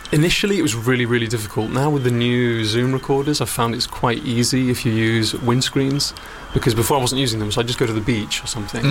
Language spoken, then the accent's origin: English; Brighton, South East England, United Kingdom; born there; also born or lived in Manchester; now in northern Italy; I was born and raised in Brighton, although I lived for quite a few years in Manchester.